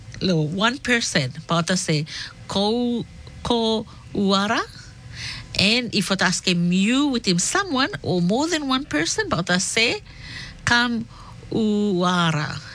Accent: Solomon Islands; I am from Lo Kiribati, Ngai Kain, Solomon Islands.

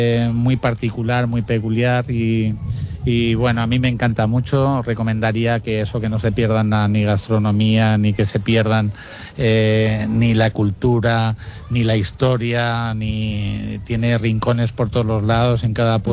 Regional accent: Galicia, Spain; born there; now in Alpujarra almeriense, Almería, Spain; Yo que soy gallego de nacimiento y ahora me han acogido aquí.

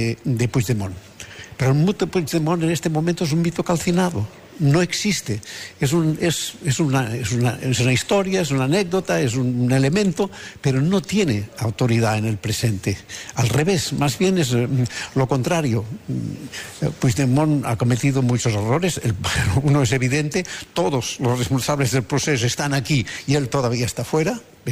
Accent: Catalonia, Spain; yo soy ciudadano de España, pero catalán

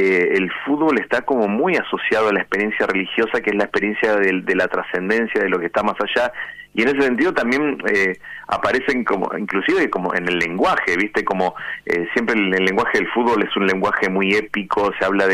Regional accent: San Martín, Buenos Aires Province, Argentina; yo soy de San Martín, él es de Buenos Aires

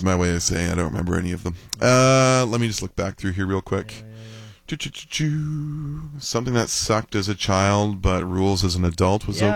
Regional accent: Langley, British Columbia, Canada; He played for the Langley Hornets, the BCHL team in my hometown.

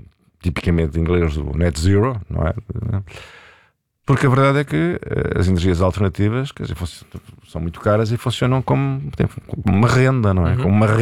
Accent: Portugal; que é como nós portugueses chamamos o Reino Unido

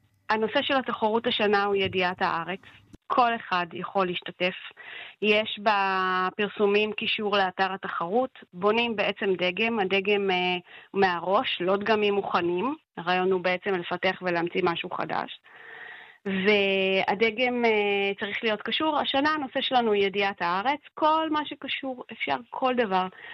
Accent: Hadera, Haifa District, Israel; כי בעלי זה היה עם שבת, אנחנו פה מחדרה ופה לא היו אזעקות

